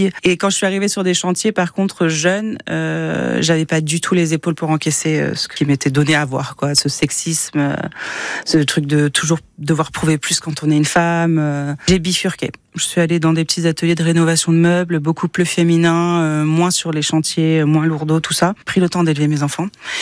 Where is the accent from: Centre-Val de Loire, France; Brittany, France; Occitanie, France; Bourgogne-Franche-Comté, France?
Centre-Val de Loire, France; Tours; je suis une Tourangelle de 42 ans